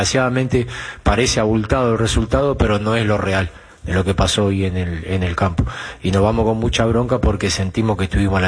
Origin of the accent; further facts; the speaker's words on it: Uruguay; Yo soy uruguayo, la historia del 50, la de Odulio Varela